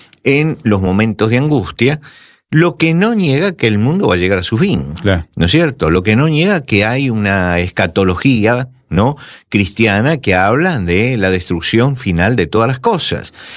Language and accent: Spanish; Argentina; En mi país, en Argentina